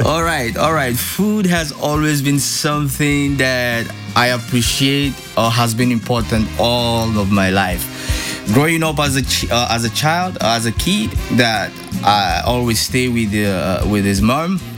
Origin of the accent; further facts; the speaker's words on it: South East Nigeria, Nigeria; now in Slovenia; I am from a region called the southeast, which is popularly known as the Igbo land.